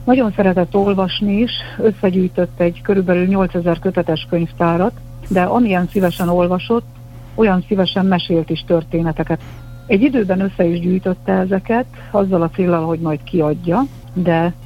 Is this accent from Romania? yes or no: no; Szalmatercs, Nógrád, Hungary; also born or lived in Körmend, Hungary; Szalmatercsen cseperedtem, Karancságra jártam iskolába, két palóc falu